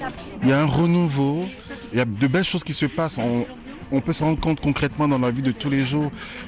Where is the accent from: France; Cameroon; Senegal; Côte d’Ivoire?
Côte d’Ivoire; Moi, je viens de la Côte d'Ivoire.